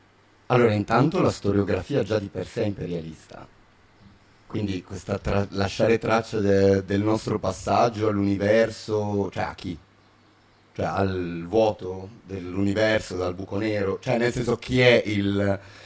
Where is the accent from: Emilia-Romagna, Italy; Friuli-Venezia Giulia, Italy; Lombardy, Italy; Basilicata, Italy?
Emilia-Romagna, Italy; Bologna; nonostante io sia nato da una famiglia musulmana, però sono nato a Bologna, ho fatto la scuola, quindi la cristianità, la cultura della cristianità è entrata dentro di me.